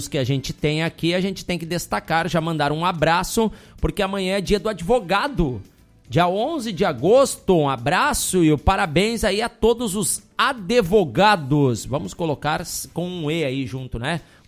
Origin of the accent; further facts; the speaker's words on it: Frederico Westphalen, Rio Grande do Sul, Brazil; Frederico Westphalen, que é a minha cidade natal